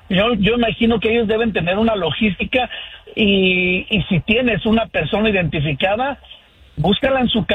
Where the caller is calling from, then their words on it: Sacramento, California, United States; aquí del área de Sacramento, California.